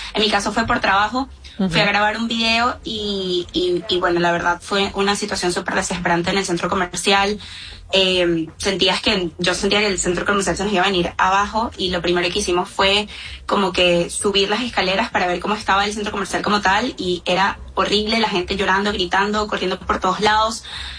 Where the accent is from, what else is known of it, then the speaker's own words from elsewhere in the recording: Venezuela; En verdad, yo soy de aquí de Venezuela, yo estoy aquí en Venezuela.